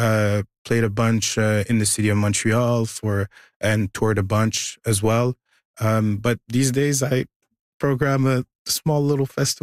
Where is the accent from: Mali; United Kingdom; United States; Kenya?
Mali; I'm from Mali.